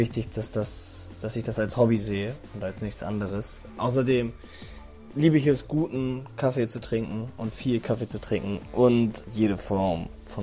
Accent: Hamburg, Germany; Ich komme aus dem wunderschönen Hamburg.

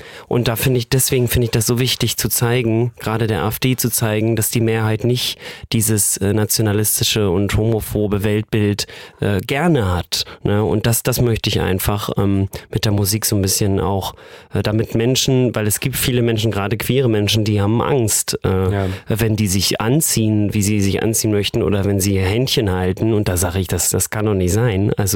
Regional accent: Wismar, Mecklenburg-Vorpommern, Germany; Ich habe zum Beispiel vor 2 Jahren den ersten CSD mitorganisiert in meiner Heimatstadt, in Wismar. Das ist so eine Kleinstadt in MV.

